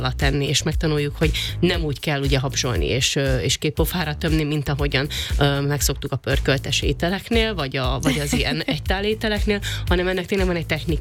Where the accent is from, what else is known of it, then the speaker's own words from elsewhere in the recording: Szekszárd, Tolna, Hungary; én ugye szekszárdi lány vagyok, mi a Duna mellett nőttünk fel, mi bajai halászlevet eszünk minden hónapban körülbelül kétszer.